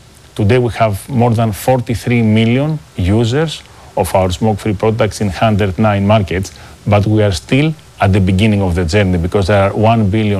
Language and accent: English; Greece; moved away as an adult; also born or lived in Indonesia; I grew up in Greece, and I got my first learnings and values in a family business environment. My grandparents were immigrants in Athens